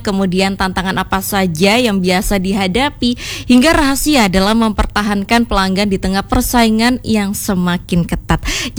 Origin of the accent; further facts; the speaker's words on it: Singosari, East Java, Indonesia; Iya, saya juga orang Singosari.